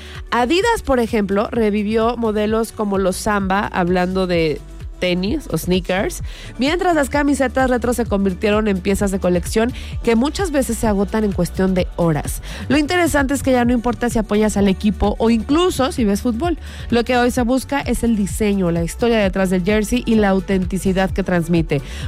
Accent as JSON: {"language": "Spanish", "country": "Mexico", "said": "soy mexicana, me gusta mi origen, me gustan mis raíces"}